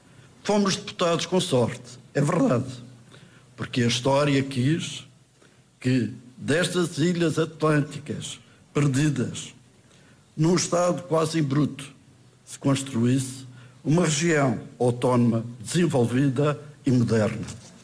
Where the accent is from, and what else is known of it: Madeira, Portugal